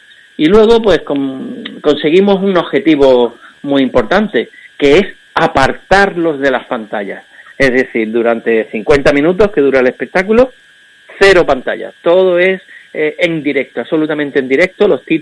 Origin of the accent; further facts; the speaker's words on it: Málaga, Andalusia, Spain; born there; yo ya cuando se vinieron a Málaga, al final de los 60, yo ya nací aquí en Málaga, la Costa del Sol.